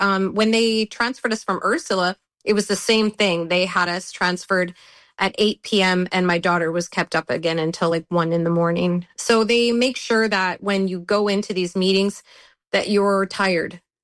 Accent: Canada; born or raised there; moved away as an adult; also born or lived in Australia / New Zealand / England; now in United States

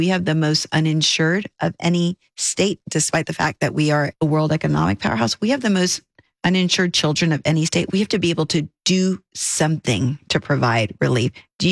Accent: Brownsville, Texas, United States; I grew up in the Rio Grande Valley. It was the dominant culture I grew up in.

